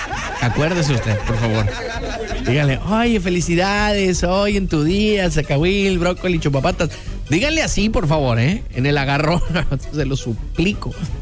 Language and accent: Spanish; Mexico; Yo fui como buen mexicano hasta casi al final.